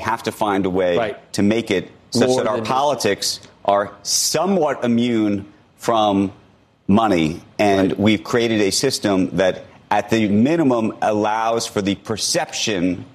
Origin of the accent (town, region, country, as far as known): United States